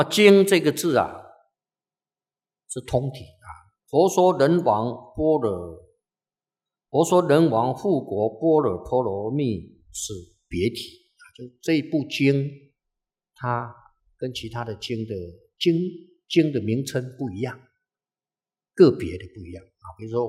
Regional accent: Taiwan; 我们祖先就从大陆移民到

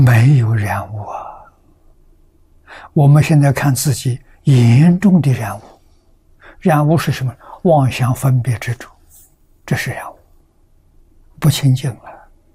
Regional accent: China; 我们生在中国不认识中国

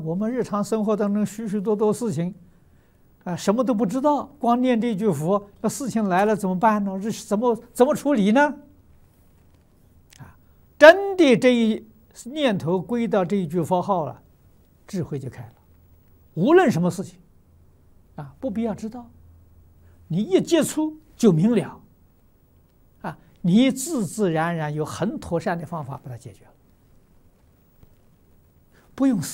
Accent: China; 我们中国人

